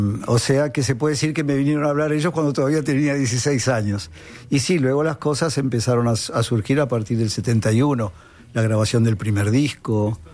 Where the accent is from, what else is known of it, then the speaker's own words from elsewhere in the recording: Montevideo, Uruguay; yo soy de la Ciudad Vieja, yo soy de este barrio.